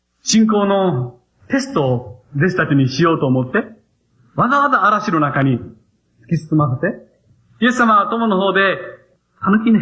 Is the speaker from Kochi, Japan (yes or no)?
yes; Tosashimizu, Kochi, Japan; born or raised there; now in Uchinada, Japan